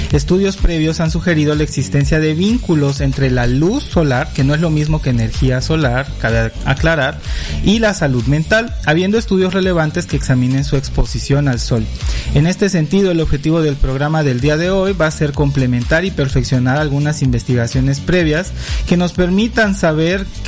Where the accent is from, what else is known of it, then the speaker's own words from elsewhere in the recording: Chiapas, Mexico; Yo viví 2 años en Monterrey, viví 1.5 en Tijuana. No cambio mi Chiapas por nada, la verdad.